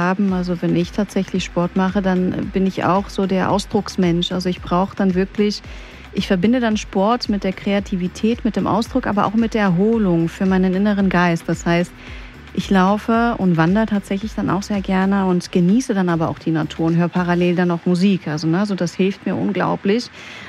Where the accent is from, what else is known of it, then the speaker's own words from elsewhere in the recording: Greece; moved away; ich komme ja aus Griechenland